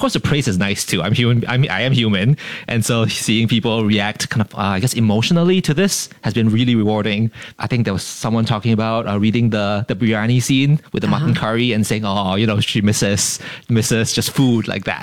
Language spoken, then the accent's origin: English; Singapore; We're Singaporean, and so we're not known for being the most like dramatic people.